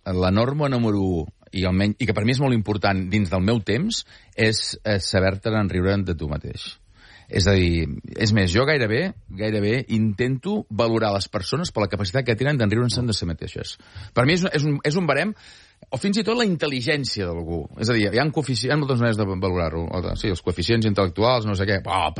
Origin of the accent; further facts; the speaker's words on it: Sant Feliu de Buixalleu, Catalonia, Spain; ell vol ser enterrat a Sant Feliu de Buixalleu, al meu poble